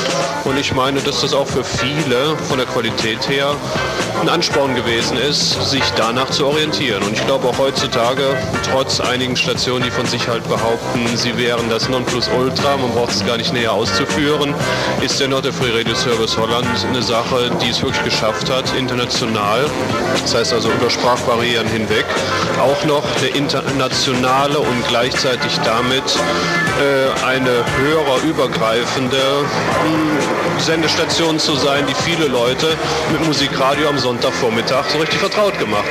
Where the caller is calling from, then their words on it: Leverkusen, North Rhine-Westphalia, Germany; Ich komme hier aus dem Kölner Raum, genau gesagt aus Leverkusen